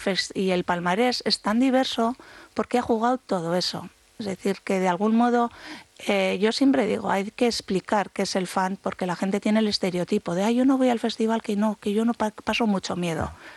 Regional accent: Bilbao, Basque Country, Spain; Soy de Bilbao

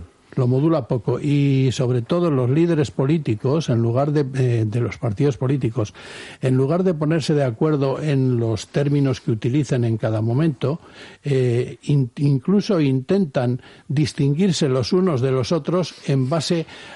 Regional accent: Zalla, Basque Country, Spain; yo soy de Zalla. Yo no he oído hablar euskera hasta que no tuve 18, 20 años, no he oído ni una palabra de euskera.

